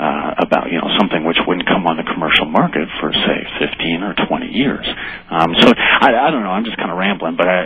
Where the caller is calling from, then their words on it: Boulder, Colorado, United States; I'm calling from Boulder, actually.